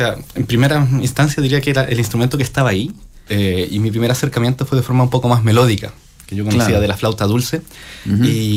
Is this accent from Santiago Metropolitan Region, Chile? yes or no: no; Coquimbo, Chile; also born or lived in La Serena; yo estuve en una escuela de música en La Serena, sí. Soy de Coquimbo, y estuve 3 años ahí.